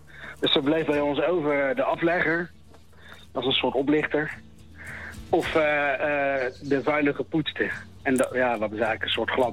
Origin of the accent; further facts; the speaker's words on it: Leiden, South Holland, Netherlands; accent: Leids; En opgegroeid in de regio ook